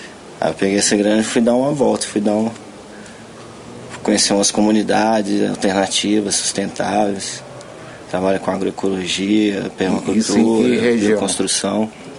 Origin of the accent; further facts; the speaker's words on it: Belo Horizonte, Minas Gerais, Brazil; moved away as an adult; also born or lived in Javari Valley, Amazonas; tenho 35 anos. Sou nascido em Belo Horizonte. Me criei na região do Barreiro, no Tirol.